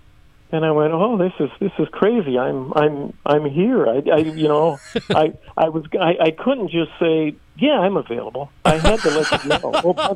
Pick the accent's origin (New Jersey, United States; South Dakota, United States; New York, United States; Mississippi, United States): South Dakota, United States; we're from South Dakota.